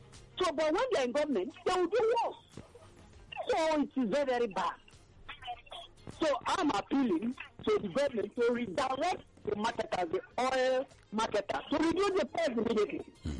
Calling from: Lagos, Nigeria; I'm calling from Abaranje, Ikoti.

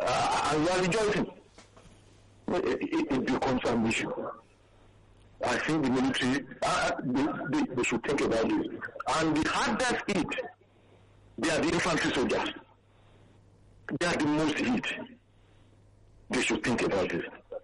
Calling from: Ibadan, Oyo, Nigeria; I'm calling from Ibadan.

